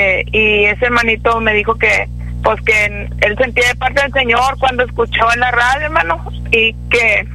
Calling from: Díaz Ordaz, Mexico; Soy de Díaz Ordaz, hermano.

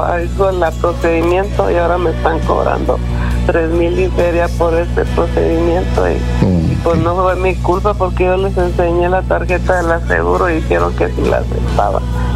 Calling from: Pharr, Texas, United States

